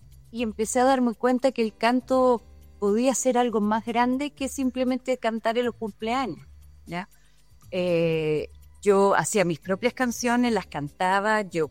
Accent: Chile; moved away; also born or lived in Vienna; Y yo sabía que en algún momento yo iba a volver a Chile, no sabía cuándo, pero las cosas se fueron dando de a poco. Mi madre murió el 2024, eso me hizo venir a Chile, estar mucho con mi familia.

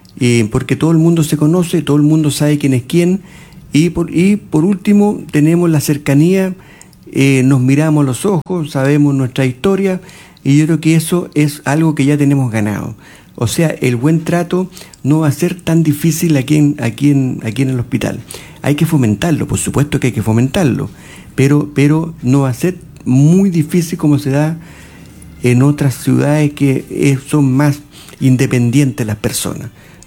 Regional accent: Santiago, Santiago Metropolitan Region, Chile; now in Cauquenes, Chile; Y eso nos damos cuenta cuando estamos viviendo acá. Yo soy santiaguino, y así que puedo decir que la gente aquí es diferente.

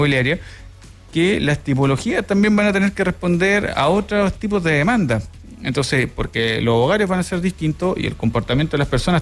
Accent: Chile; Todos como chilenos

